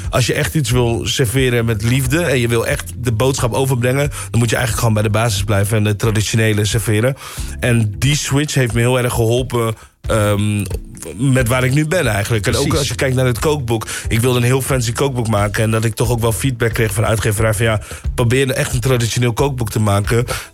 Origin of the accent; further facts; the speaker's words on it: Friesland, Netherlands; moved away; also born or lived in Dordrecht; Fries, ja.